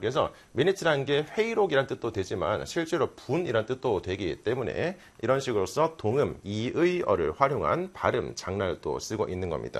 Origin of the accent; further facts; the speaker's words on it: South Korea; 우리는 한국인이니까.